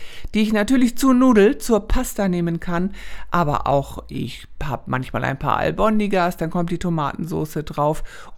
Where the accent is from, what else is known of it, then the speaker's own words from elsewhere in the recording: Northern Germany, Germany; sagt man bei uns in Norddeutschland.